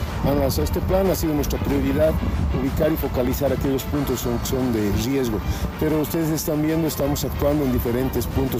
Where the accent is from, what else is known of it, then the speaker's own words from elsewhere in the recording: Bolivia; Es nuestra función como policía boliviana